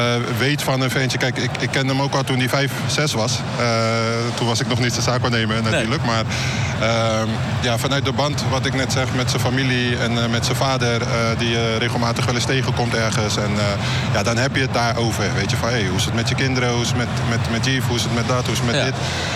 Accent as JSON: {"language": "Dutch", "town": "Rotterdam", "region": "South Holland", "country": "Netherlands", "said": "We komen uit Rotterdam. Ik kom uit Rotterdam."}